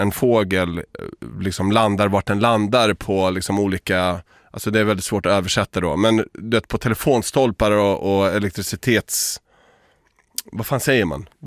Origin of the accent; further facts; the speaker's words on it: Stockholm, Stockholm County, Sweden; Jag är uppväxt i Akalla, bror.